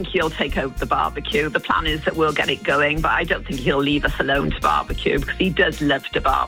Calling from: Wales, United Kingdom; We're from South Wales.

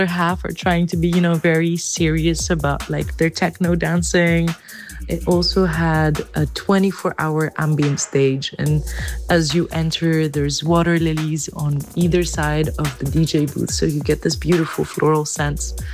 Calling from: Greece; I'm listening in from Greece

